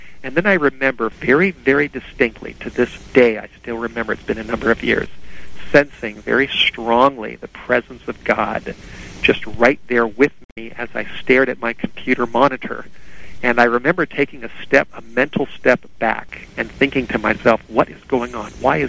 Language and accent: English; Los Angeles, California, United States; When I grew up in the Hollywood Hills, we were surrounded by animals.